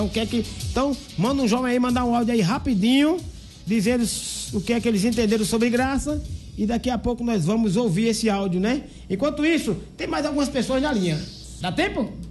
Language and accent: Portuguese; Santa Luzia, Paraíba, Brazil; Eu sou paraibano de Santa Luzia